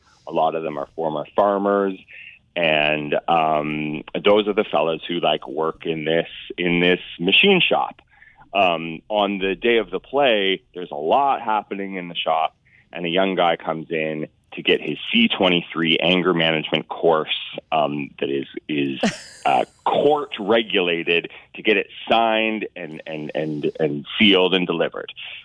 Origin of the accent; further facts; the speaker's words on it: Glencoe, Ontario, Canada; I grew up just down the road. I grew up outside of Glencoe, Ontario.